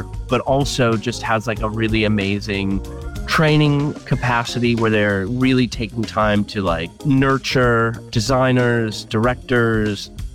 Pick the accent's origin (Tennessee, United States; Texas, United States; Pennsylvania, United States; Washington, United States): Pennsylvania, United States; Scranton; born or raised there; now in Brooklyn, United States